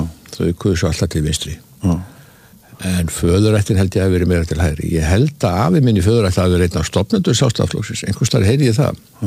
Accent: Capital Region, Iceland; Ég óttulega ólst upp eiginlega svolítið á Hlíðarenda.

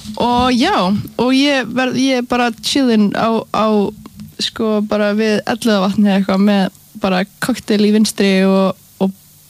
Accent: Garðabær, Capital Region, Iceland; Hei, ég er frá Garðabænum Ég er úr Garðabænum

